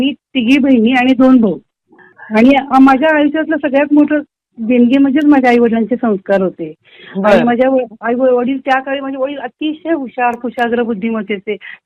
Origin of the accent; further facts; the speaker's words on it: Aundh, Maharashtra, India; born there; also born or lived in Pune; माझा जन्म सातारा जिल्ह्यातील औंध झाला.